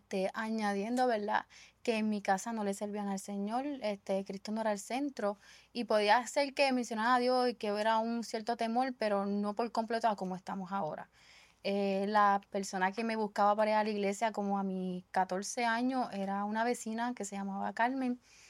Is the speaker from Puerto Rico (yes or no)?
yes; Bayamón, Puerto Rico; Soy de Bayamón, ¿verdad? Fui criada ahí y todavía hasta el sol de hoy sigo en Bayamón.